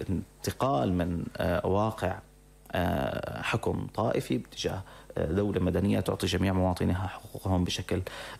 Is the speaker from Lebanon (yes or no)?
no; Syria